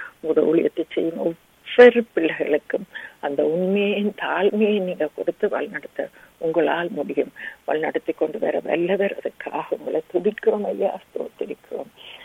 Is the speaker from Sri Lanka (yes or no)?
yes; Sri Lanka; நாங்கள் பிறந்து வளர்ந்த இலங்கை தேசத்துக்கு